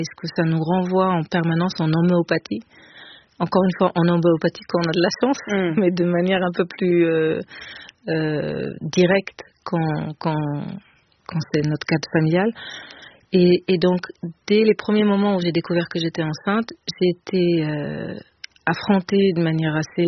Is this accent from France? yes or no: no; Israel; moved away; j'ai été élevée en Israël et qu'il y a quelque chose de très direct dans cette langue-là aussi.